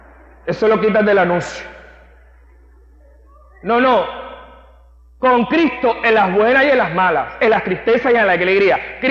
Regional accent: Cuba; Yo soy muy cubano, sé que somos mucho ritmo, los caribeños.

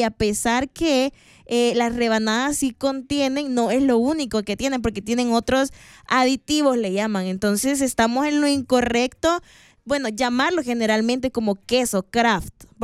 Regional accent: El Salvador; nosotros comúnmente como salvadoreños

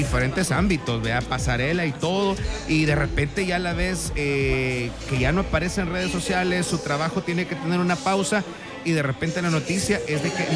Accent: El Salvador; qué importante es también el hecho que nosotros como salvadoreños nos podamos unir

